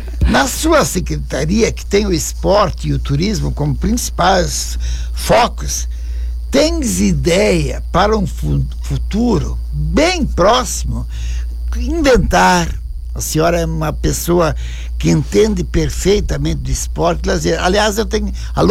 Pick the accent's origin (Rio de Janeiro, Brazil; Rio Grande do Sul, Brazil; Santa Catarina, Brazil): Rio Grande do Sul, Brazil; Salvador do Sul; Salvador do Sul, que é minha terra natal